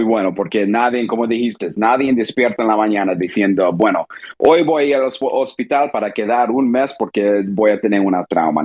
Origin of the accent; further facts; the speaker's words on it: Texas, United States; also born or lived in Nashville / New Haven / Florida; Y crecí en el estado de Texas, afuera de Houston. Pasé, tú sabes, tiempo ahí. Y después, cuando salí de Texas, fui a la universidad en Nashville, en Vanderbilt.